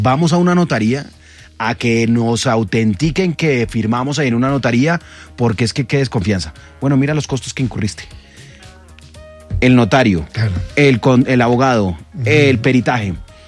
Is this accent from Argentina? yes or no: no; Colombia; como colombianos tenemos que hacer un cambio de mentalidad